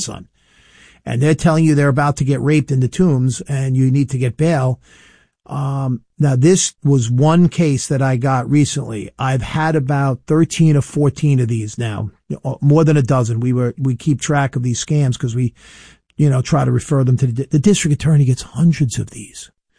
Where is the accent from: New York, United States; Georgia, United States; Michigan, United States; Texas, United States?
New York, United States; And I'm a New Yorker, born in Piqua, went to Stony Brook University, went to Torah Law School in Huntington. I've owned a house on Long Island, you know, since my mid-20s, another house.